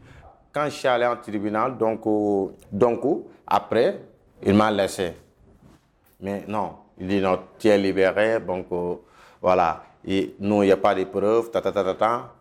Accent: Senegal; now in Italy; moi je suis sénégalais.

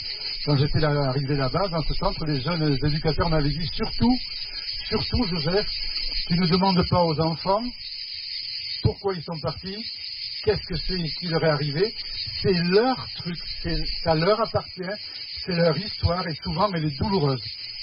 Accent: Spain; now in Aveyron, France; Et moi, je viens d'Espagne.

